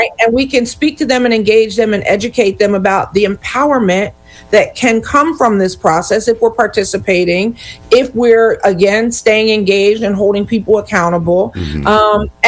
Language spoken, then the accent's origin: English; Montgomery County, Pennsylvania, United States; So I'm from Montgomery County, right? And it's beautiful. It's the second wealthiest county in the state, right?